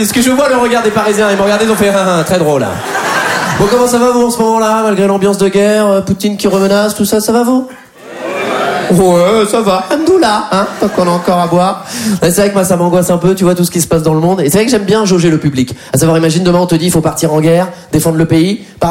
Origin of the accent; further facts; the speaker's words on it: Poitiers, Nouvelle-Aquitaine, France; Moi, je viens de Poitiers. Voilà, ça te flingue une ambiance, hein, généralement.